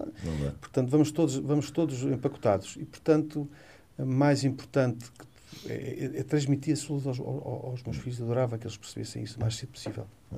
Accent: Alentejo, Portugal; eu sou de Eva, sou lentejano. As regras da minha terra é uma na, um ponto na mão, dois na cara.

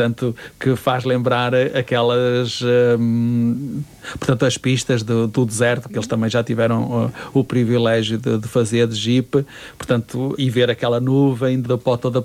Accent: Norte, Portugal; eu sou duriense, não é? Sou transmontano duriense

